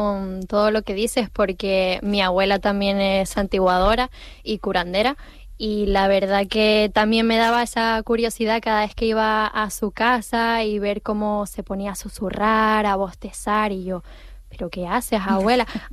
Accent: San Juan de la Rambla, Canary Islands, Spain; ¿de dónde eres? Pues mira, del municipio de San Juan de la Rambla.

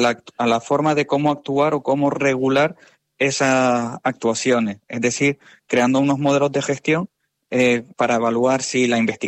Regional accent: Canary Islands, Spain; varios de ellos somos de aquí, de Canarias

